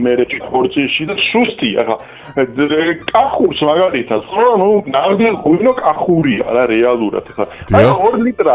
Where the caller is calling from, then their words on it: Imereti, Georgia; იმერეთიდან ვარ.